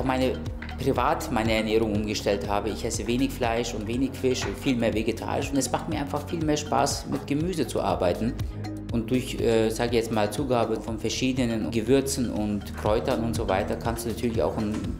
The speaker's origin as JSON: {"language": "German", "region": "Eastern Anatolia", "country": "Turkey", "tie": "born or raised there", "moved": "yes", "lives_now": "Germany", "said": "Ja, ich bin im Dorf aufgewachsen, in Ostanatolien. Das Dorf besteht aus 6 Lehmhäusern."}